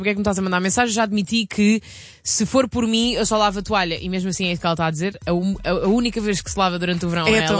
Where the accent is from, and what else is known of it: Setúbal, Portugal; born or raised there